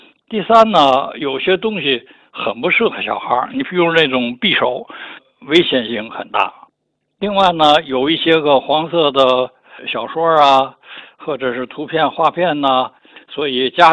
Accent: Nankai, Tianjin, China; born there; 那个时候我15岁吧，在南开上初中

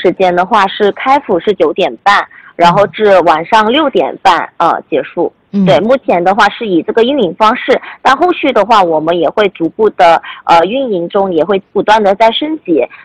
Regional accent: Malaysia; moved away; 因为我本身是个外国人，我是来自于马来西亚

